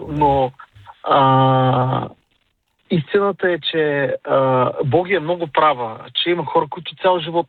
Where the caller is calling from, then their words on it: Varna, Varna Province, Bulgaria; съм от Варна.